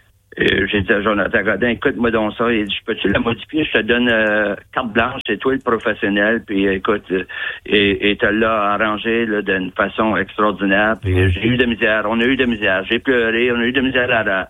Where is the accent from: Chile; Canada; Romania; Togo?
Canada; Grand Falls, New Brunswick; born there; Moi, je suis né à Grand-Sault, Nouveau-Brunswick.